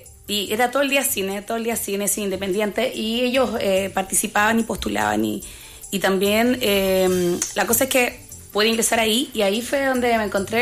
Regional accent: Copiapó, Atacama, Chile; yo soy de Atacama, es una región chica, soy de Copiapó

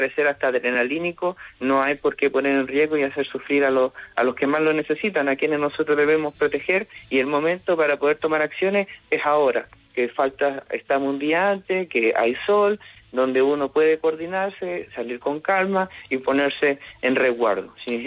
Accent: Chile; now in Tierra Amarilla, Chile; y más como chileno y chilena, nosotros sabemos reponernos

